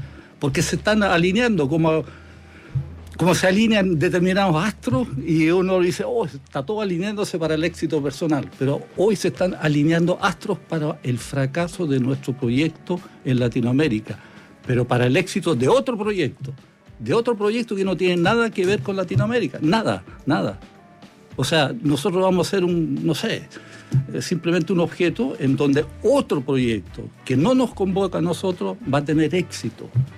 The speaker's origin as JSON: {"language": "Spanish", "country": "Chile", "said": "yo digo que soy chileno, hoy día más chileno que ruso"}